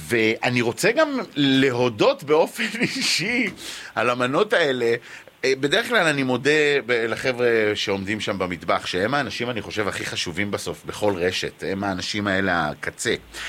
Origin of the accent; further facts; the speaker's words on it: Eilat, Southern District, Israel; אני כאילתי